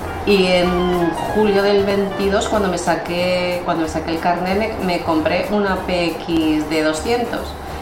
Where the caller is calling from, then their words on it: Castellón de la Plana, Valencian Community, Spain; de Castellón.